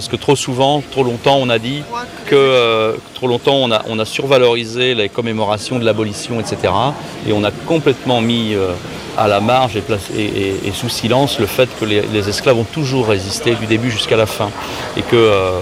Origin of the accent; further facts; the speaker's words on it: Saint-Laurent-du-Maroni, French Guiana; parce qu'on vient de Saint-Laurent-du-Maroni, à la frontière du Suriname.